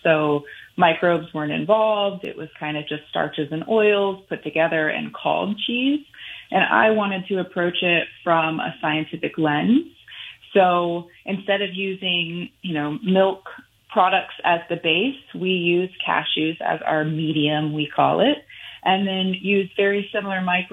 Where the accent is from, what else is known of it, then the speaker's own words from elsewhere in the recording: Kill Devil Hills, North Carolina, United States; I'm from North Carolina, and that's kind of the roots of my company, too. I was born and raised in Dare County in Kildevil Hills, North Carolina, on the coast.